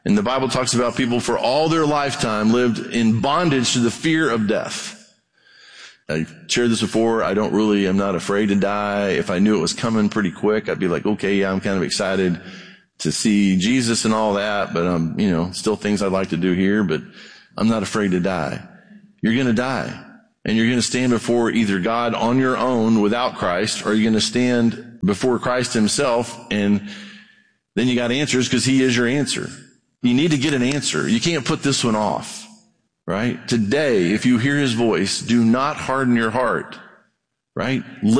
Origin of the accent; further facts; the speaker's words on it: Brazil; I grew up in Brazil, mission field.